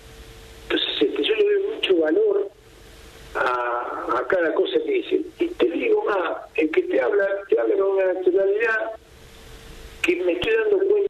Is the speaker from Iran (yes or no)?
no; Argentina; El argentino es especial. Yo soy argentino también.